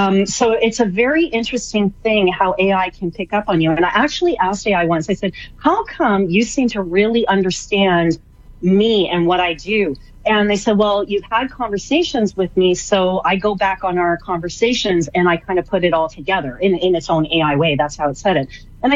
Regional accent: Canada; I'm Canadian, Lace. I'll still say that.

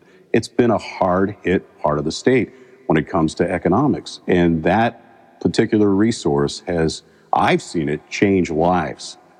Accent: Cleveland, Ohio, United States; I can remember growing up in Cleveland in the 60s where we still had Victory Farms

